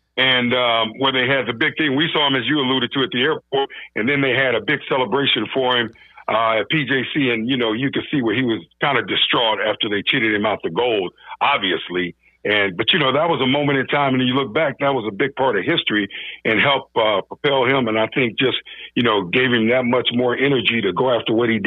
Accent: Michigan, United States; moved away as an adult; growing up in Michigan

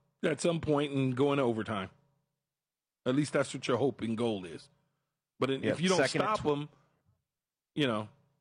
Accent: West Coast, United States; And I'm from the West Coast, but it was cool.

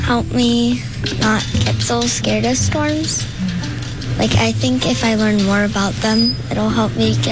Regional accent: Kenosha, Wisconsin, United States; I'm from Kenosha.

